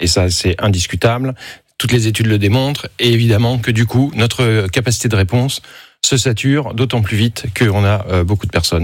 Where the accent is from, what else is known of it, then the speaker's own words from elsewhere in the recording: France; moi ça fait 20 ans que je suis à la Croix-Rouge